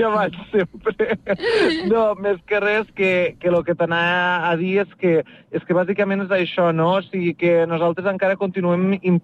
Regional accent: Mollerussa, Catalonia, Spain; trobo que és el meu poble i jo tinc molta estima al meu poble i a la meva gent i a la meva terra d'aquí

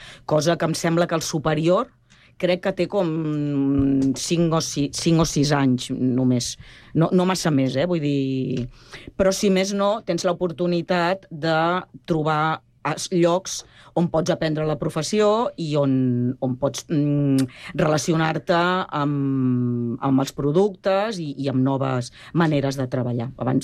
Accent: Barcelona, Catalonia, Spain; moved away as an adult; now in Sant Cugat del Vallès, Spain; Jo sóc del barri de Sant Andreu, fa 30 anys que visc a Sant Cugat, però sóc d'un barri de Sant Andreu que tenien uns condicionants abans, com Gràcia, com Horta i tal, que tenien grups de teatre

